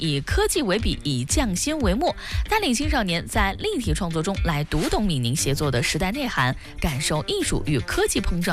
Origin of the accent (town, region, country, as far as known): Ningxia, China